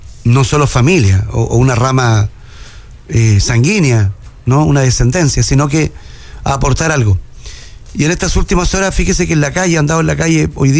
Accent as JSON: {"language": "Spanish", "region": "Antofagasta", "country": "Chile", "said": "los que somos de Antofagasta, nos quedamos sin agua"}